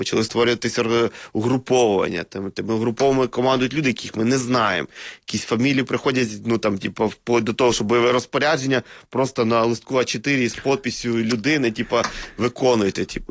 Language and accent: Ukrainian; Luhansk Oblast, Ukraine; хто може знати про Луганську землю, як не ми, місцеві, які прийшли з Луганської землі.